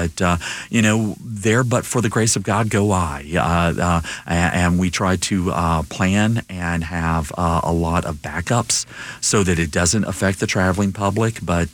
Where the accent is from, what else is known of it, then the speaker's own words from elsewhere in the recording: Alabama, United States; You know, growing up in Alabama, we used to say to get anywhere you had to go through Atlanta.